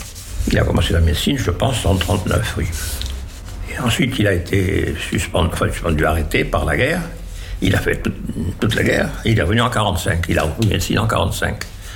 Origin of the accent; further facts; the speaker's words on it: Tlemcen, Tlemcen Province, Algeria; Je suis né en Algérie. J'ai fait une partie de mes études primaires et secondaires en Algérie, qui s'appelle Tlemcen.